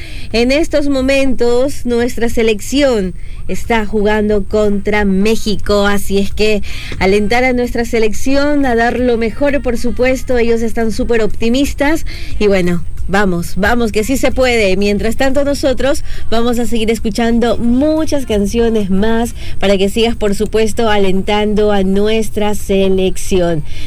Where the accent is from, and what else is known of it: Ecuador